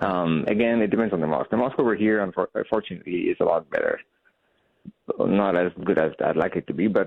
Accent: Bangladesh; now in Arkansas, United States; I'm originally from Bangladesh

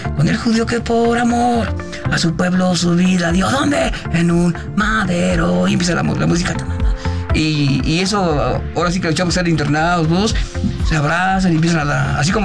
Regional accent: Michoacán, Mexico; moved away; also born or lived in Toluca; Yo era un delincuente de los perros de Toluca, soy de origen michoacano.

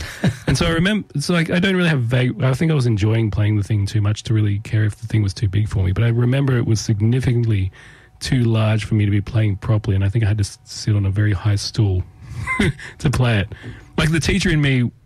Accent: Tamworth, New South Wales, Australia; I grew up in Tamworth.

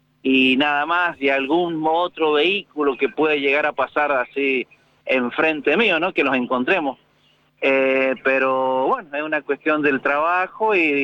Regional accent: Mendoza, Argentina; Mira, soy de Mendoza, pero estoy trabajando acá en Neuquén.

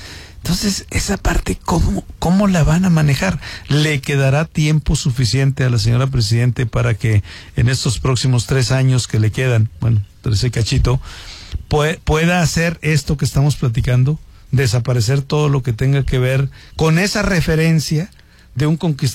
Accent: Mexico; esa mezcla que somos los mexicanos.

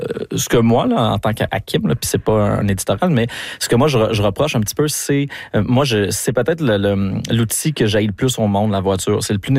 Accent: Granby, Quebec, Canada; now in Montreal, Canada; Je viens de Granby, exactement.

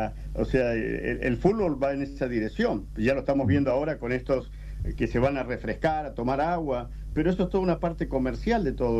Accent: Argentina; moved away as an adult; now in Atlanta, United States; yo, como argentino y veterano, porque yo soy enlistado para el de Malvinas, yo llegué aquí en el año 82 a este país, a Estados Unidos

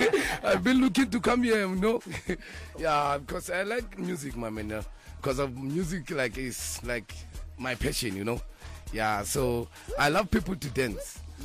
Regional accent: Moloto, Mpumalanga, South Africa; I'm come from Moloto in Mpumalanga.

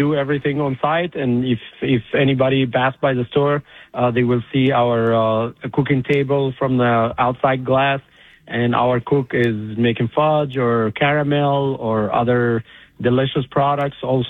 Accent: Egypt; now in United States; I'm originally from Egypt, so this is my fourth Kelwin's franchise

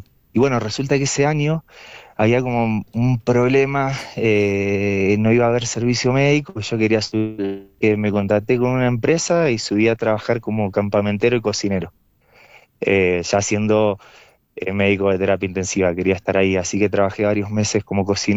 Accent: La Emilia, Buenos Aires Province, Argentina; Soy de La Emilia. Soy del pueblo de La Emilia.

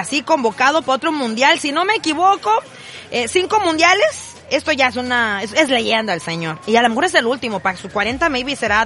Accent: Tijuana, Baja California, Mexico; yo no soy de San Diego, pues, pero soy brincando el charco. O sea, soy de Tijuana. O sea, casi allá a la vuelta.

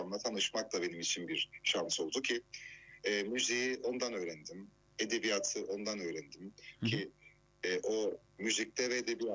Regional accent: Cyprus; kalabalık bir ailede büyüyerek doğan bir adalıyım aslında, bir Kıbrıslıyım ki tüm özelliklerini taşıyoruz adalı olmanın.

